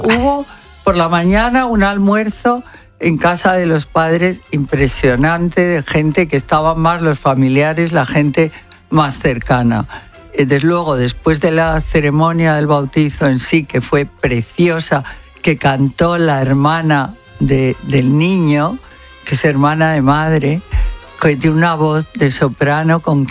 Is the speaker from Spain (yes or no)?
yes; Spain; Pues sí, claro que lo veo, pero ¿cómo no lo voy a ver si soy española a muerte? A muerte contra los argentinos.